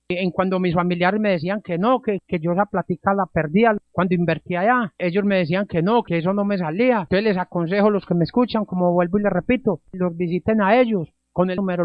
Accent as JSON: {"language": "Spanish", "town": "Supía", "region": "Caldas", "country": "Colombia", "said": "Yo soy de Supía, Caldas."}